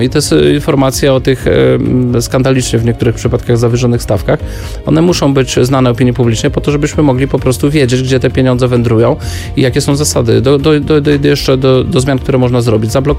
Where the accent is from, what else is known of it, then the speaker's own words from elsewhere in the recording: Lubusz–Lower Silesia border, Poland; wychowywałem się na pograniczu lubusko-dolnym śląskim